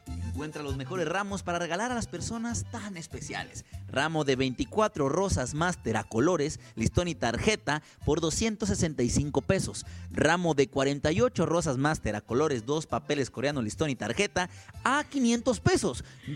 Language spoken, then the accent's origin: Spanish; Tepic, Nayarit, Mexico; Yo soy del meritito Tepic Nayarit, viejo. Desde el día uno he estado aquí. Nací en el Issste, que estaba por la loma.